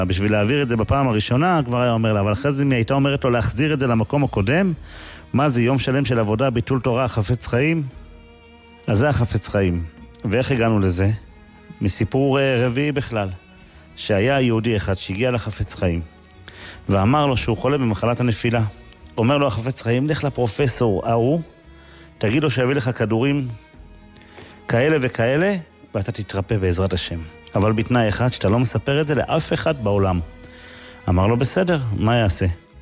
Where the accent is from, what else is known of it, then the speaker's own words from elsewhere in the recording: Kiryat Ata, Haifa District, Israel; כשהייתי ילד קטן בקריית אתא, היה שם יהודי זקן מאוד